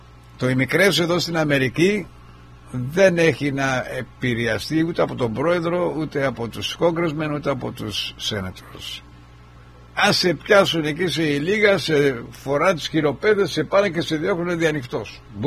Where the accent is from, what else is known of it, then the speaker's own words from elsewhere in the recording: Kefalonia, Ionian Islands, Greece; born there; στο νησί μου